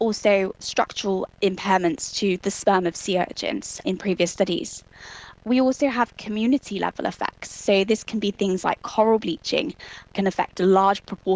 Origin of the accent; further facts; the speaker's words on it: South West England, United Kingdom; born or raised there